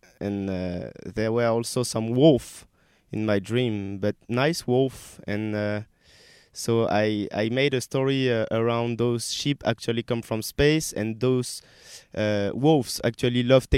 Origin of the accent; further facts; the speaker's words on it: France; English is a second language; I'm not from South Africa, I'm from France.